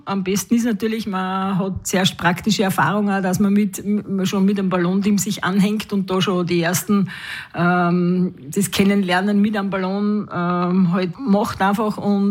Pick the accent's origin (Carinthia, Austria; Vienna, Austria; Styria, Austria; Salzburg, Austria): Styria, Austria; Mariazell; Ich bin als Kind, also als Jugendliche aufgewachsen in Maritzell neben einem Flugplatz